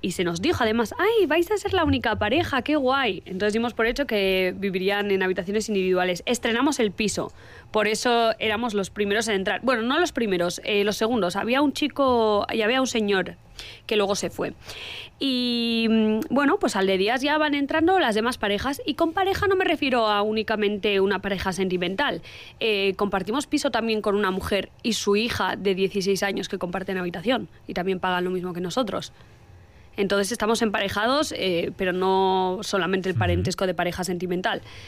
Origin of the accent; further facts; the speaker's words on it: Morocco; now in Vitoria-Gasteiz, Spain; soy marroquí